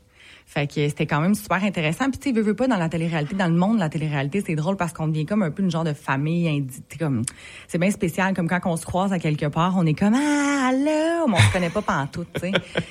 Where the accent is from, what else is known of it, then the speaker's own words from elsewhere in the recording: Saint-Bruno-de-Montarville, Quebec, Canada; Saint-Bruno de Montarville.